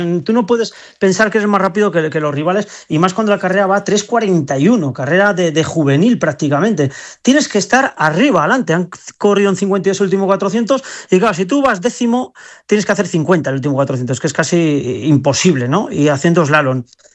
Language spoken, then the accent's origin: Spanish; Aranda de Duero, Castile and León, Spain; tuvo una grave lesión, además en mi pueblo, en Aranda de Duero, en la milla